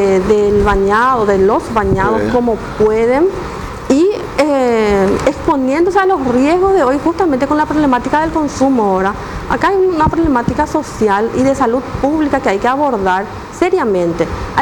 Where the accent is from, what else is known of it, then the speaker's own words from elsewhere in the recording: Alto Paraná, Paraguay; born there; now in Asunción, Paraguay; yo soy, nací en Alto Paraná